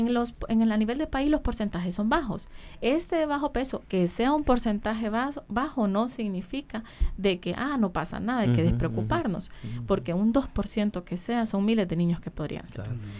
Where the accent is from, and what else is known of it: Honduras